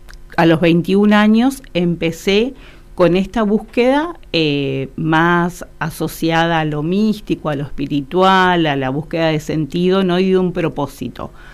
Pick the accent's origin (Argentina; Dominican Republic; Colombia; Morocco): Argentina; Ituzaingó, Corrientes; me crié en un lugar, en Ituzaingó, en Corrientes, donde había mucho intercambio de gente